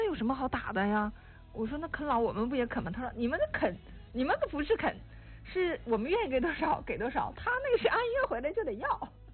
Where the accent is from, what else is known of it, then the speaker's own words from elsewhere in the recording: Northeast China, China; 也是希望大家给我们东北人多一些正能量。